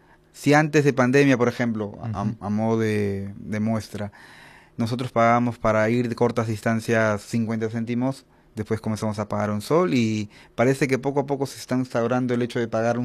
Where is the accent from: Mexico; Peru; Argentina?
Peru; nosotros tenemos que asumir como peruanos